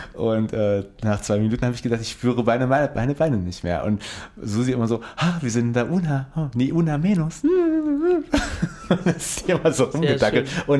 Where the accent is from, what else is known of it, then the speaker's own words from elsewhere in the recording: Germany; als Deutscher bist du da wirklich, die tragen dich auf Händen da, weil du bist Deutscher.